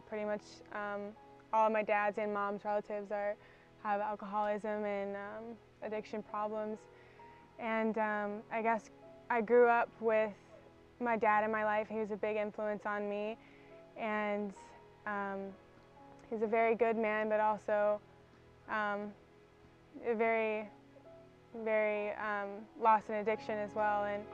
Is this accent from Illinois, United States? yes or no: yes; Chicago, Illinois, United States; I'm from Chicago, Illinois, and I'm 21 years old, and my testimony is, I grew up in a pretty Catholic family. My mom's Catholic